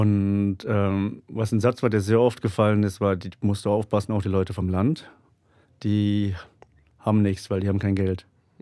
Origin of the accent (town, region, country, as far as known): Sucre, Chuquisaca, Bolivia; German is a second language